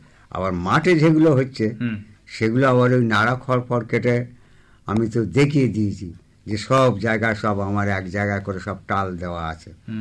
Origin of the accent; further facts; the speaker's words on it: Pranballavpur, West Bengal, India; আমি আসছি মোগরাহাট 1 নম্বর ব্লক থেকে, উস্তি থানা অন্তর্গত। আমার বাড়ি প্রাণবল্লভপুর, পোস্ট প্রাণবল্লভপুর।